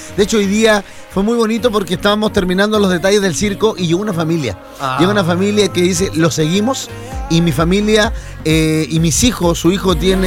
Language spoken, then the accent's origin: Spanish; Chile; Porque Chile, nosotros somos chilenos y vamos a representar la patria